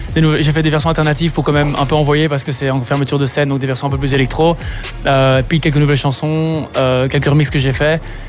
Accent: Brussels, Brussels-Capital Region, Belgium; je viens de Bruxelles.

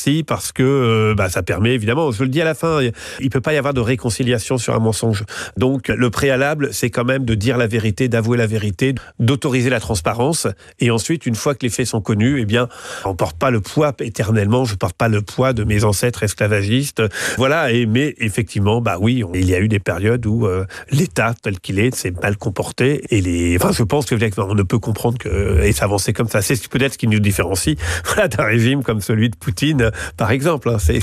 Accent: France; je veux croire que je suis français

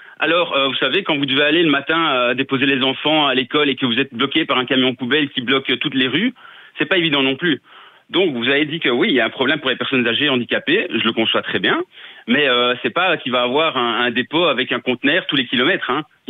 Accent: Brussels, Belgium; je suis bruxellois à la base, donc je me suis expatrié sur la région du centre

